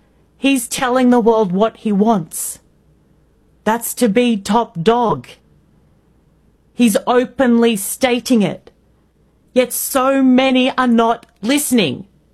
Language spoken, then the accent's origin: English; Indonesia; born or raised there; also born or lived in Australia